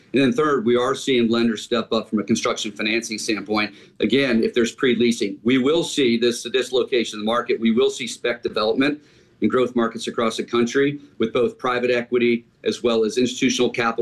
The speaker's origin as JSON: {"language": "English", "town": "Detroit", "region": "Michigan", "country": "United States", "said": "and I'm from Detroit, Michigan, so I can pick on Detroit, Cleveland, Pittsburgh, Chicago"}